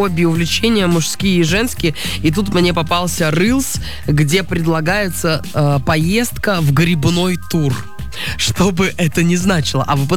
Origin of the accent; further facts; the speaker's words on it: Ukhta, Komi Republic, Russia; born there; moved away; я из Ухты, родилась в Ухте.